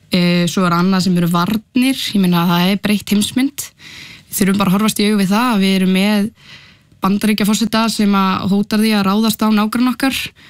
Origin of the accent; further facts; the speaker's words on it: Reykjavík, Capital Region, Iceland; Ég er 21 árs frá Reykjavík.